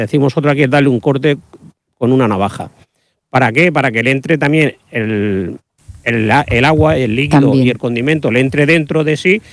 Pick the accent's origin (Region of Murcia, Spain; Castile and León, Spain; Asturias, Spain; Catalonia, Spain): Region of Murcia, Spain; Cieza